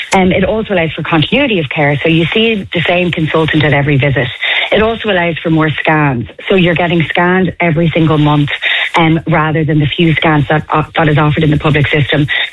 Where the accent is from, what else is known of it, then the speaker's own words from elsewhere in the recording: Ireland; You know, as an Irish woman, we've battled for choice for long enough.